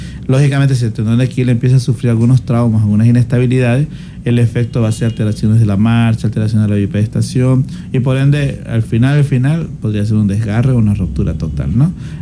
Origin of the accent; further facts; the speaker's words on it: Bolivia; now in Ecuador; yo soy boliviano, entonces cada fin de año que me doy un viajecito a Bolivia